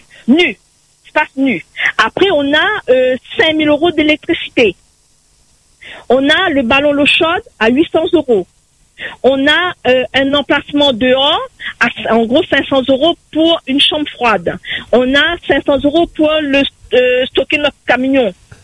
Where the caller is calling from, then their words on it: Réunion; Il faut l'hôtel pour nous, parce qu'on vient de La Réunion.